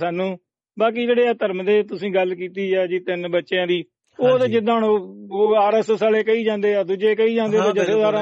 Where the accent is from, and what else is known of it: Punjab, India